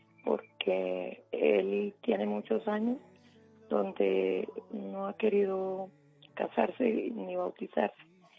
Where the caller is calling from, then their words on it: Soacha, Cundinamarca, Colombia; Es que estoy acá en Soacha.